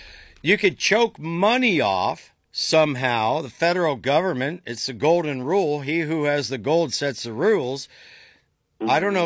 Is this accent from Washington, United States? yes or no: no; Dover, Ohio, United States; about a half hour due east of my hometown of Dover.